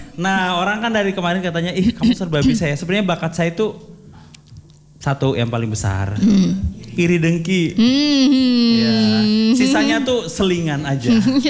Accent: West Sulawesi, Indonesia; Itu kampung saya juga.

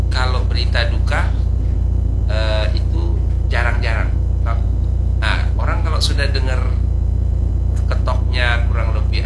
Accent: Minahasa, North Sulawesi, Indonesia; born there; now in Banjarmasin, Indonesia; Kalau saya karena kan orang asli sana

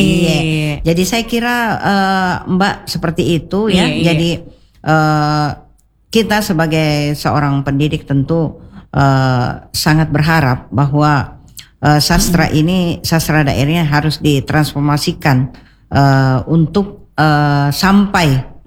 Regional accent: South Sulawesi, Indonesia; accent: Makassar; Padahal kita juga punya logat seperti ini. Saya kan

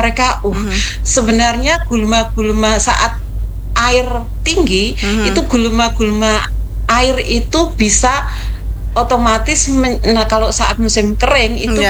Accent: Java, Indonesia; saya itu orang Jawa

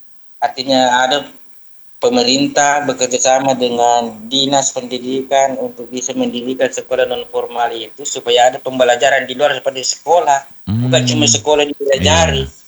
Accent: South Sulawesi, Indonesia; sebagai orang Bugis

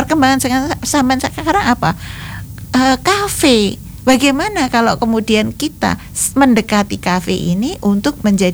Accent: Magelang, Central Java, Indonesia; Wah, luar biasa ini satu daerah. Saya juga dari Magelang ya.

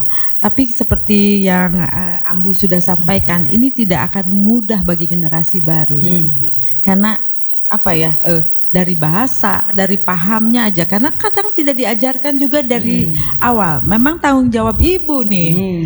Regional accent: West Java, Indonesia; Jadi mari kita biasakan nih sebagai orang Sunda, jangan banyak mengeluh. Tapi bagaimana kita hidup di tanah subur, kita bisa produktif di sini.

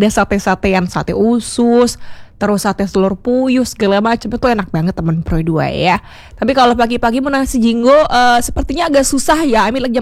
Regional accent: Bali, Indonesia; kalau kita orang Bali ngomongnya bahasanya basang karung begitu ya

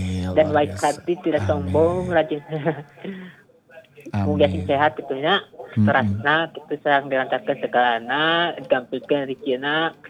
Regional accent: Soreang, West Java, Indonesia; Gang Soreang sini gitu.

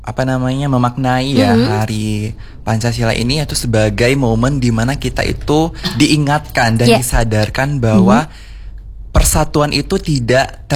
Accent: West Kalimantan, Indonesia; Saya asalnya dari Kalimantan Barat.

